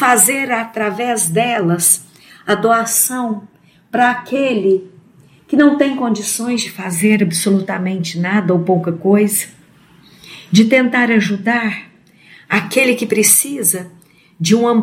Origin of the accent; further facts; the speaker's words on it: Uberlândia, Minas Gerais, Brazil; sou da cidade de Uberlândia